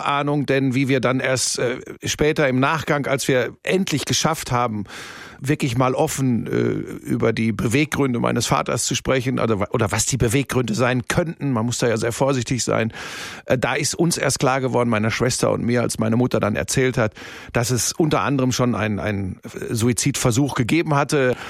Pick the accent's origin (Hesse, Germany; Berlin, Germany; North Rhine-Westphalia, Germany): North Rhine-Westphalia, Germany; Hagen; also born or lived in Cologne / Munich; Bin dann aufgewachsen in Hagen. Das ist so Tor zum Sauerland, ja. Ruhrgebiet. Und dann habe ich im Rheinland studiert, in Köln an der Sporthochschule und bin 1993 dann nach München gegangen.